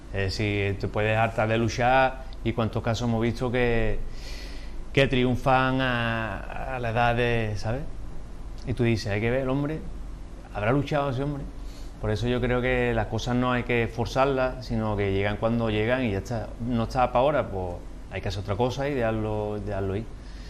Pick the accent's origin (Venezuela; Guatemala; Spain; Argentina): Spain; Cádiz, Andalusia; Y para la música, serio, como artista gaditano, ¿no?